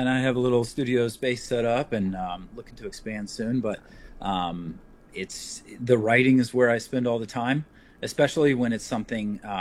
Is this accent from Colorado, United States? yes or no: no; Tampa, Florida, United States; moved away as an adult; now in Philadelphia, United States; I was raised in a Baptist church, and I'm from Tampa, Florida originally, moved up to Philadelphia for work.